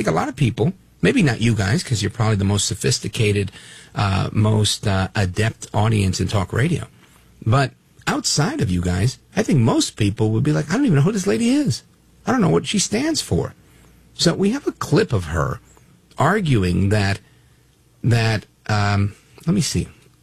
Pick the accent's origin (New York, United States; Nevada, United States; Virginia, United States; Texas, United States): New York, United States; Brooklyn; born there; Now listen, My parents were born in Puerto Rico. I was born in Brooklyn, New York.